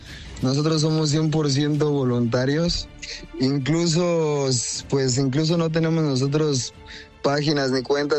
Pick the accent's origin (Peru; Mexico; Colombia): Mexico; San José de Gracia, Michoacán; Yo soy de San José de Gracia, Michoacán.